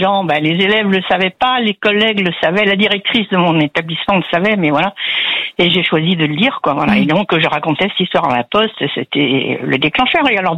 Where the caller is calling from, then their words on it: Deuil-la-Barre, Île-de-France, France; Deuil-la-Barre.